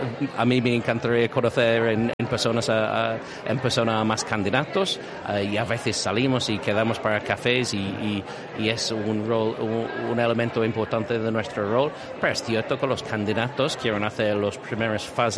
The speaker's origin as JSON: {"language": "Spanish", "country": "United Kingdom", "second_language": "Spanish", "moved": "yes", "lives_now": "Spain", "said": "Me estás preguntando como británico"}